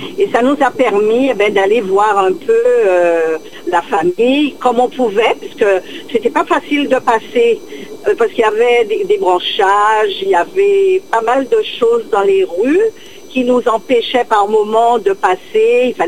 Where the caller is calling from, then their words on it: Le Gosier, Guadeloupe; J'appelle du Gosier.